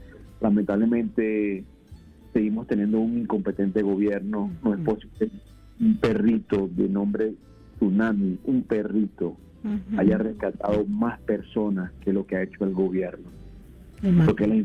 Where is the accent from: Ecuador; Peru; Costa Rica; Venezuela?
Venezuela; todas estas cosas que están pasando en mi país, pues, lamentablemente, dos golpes bien fuertes, muy, muy fuertes. Mi familia vive en La Guaira, uno de los estados que está muy afectado